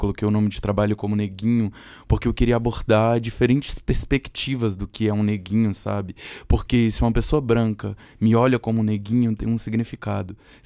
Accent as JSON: {"language": "Portuguese", "town": "Sobradinho", "region": "Federal District", "country": "Brazil", "said": "Salve, salve, Sobradinho, minha quebrada."}